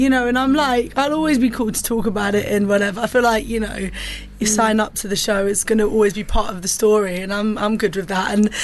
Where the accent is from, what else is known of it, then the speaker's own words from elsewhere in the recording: Cyprus; They tend to know me because it's like the Middle Eastern connection, because I'm from Cyprus, obviously.